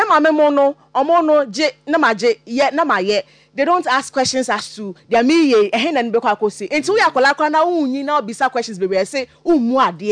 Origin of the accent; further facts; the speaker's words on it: Ghana; Say I am very disappointed as a Ghanaian.